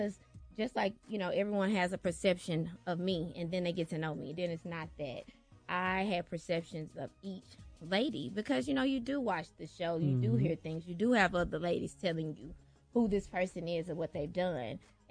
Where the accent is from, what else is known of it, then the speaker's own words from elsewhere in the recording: Memphis, Tennessee, United States; I'm from Memphis.